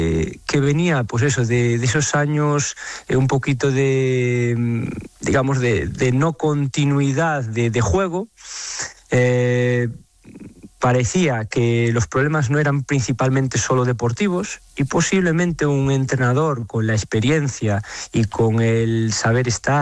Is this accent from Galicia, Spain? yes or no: yes; Galicia, Spain